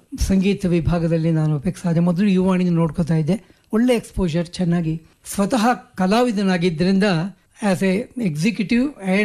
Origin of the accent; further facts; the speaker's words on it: Bengaluru, Karnataka, India; moved away as an adult; also born or lived in Delhi; So ನನಗೆ ಆಸೆ ಇತ್ತು ಬೆಂಗಳೂರು ಬಂದು ಒಂದು ಸ್ವಲ್ಪ ದಿನ ನಮ್ಮ ಕಾಲ ಕಳಿಬೇಕು. ನಾನು ಅಲ್ಲಿ ಬೆಳೆದಿದ್ದು